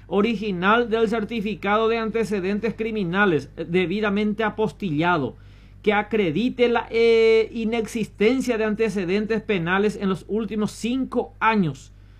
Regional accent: Paraguay; si soy ciudadano paraguayo

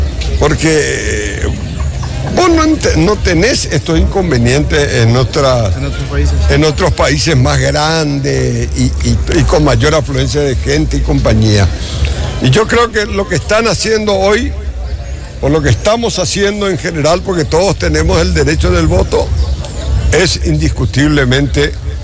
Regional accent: Luque, Central, Paraguay; Somos paraguayos, somos luqueños

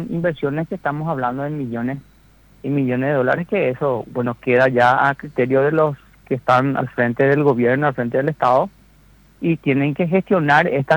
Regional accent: Mariscal Estigarribia, Boquerón, Paraguay; Yo soy de Mariscal, soy de la zona. Conozco la realidad desde niño, ¿verdad? Conozco la realidad del Chaco y su gente

